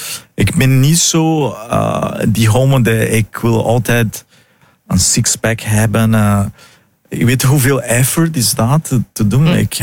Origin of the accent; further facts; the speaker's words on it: Brazil; Dutch is a second language; now in Netherlands; ik ben ook uit Brazilië en in Brazilië moeders zijn heilig.